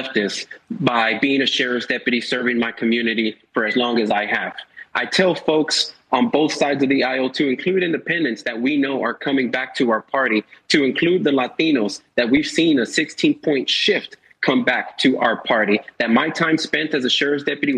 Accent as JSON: {"language": "English", "region": "Texas", "country": "United States", "said": "I'm from Texas, so you got to represent all the time."}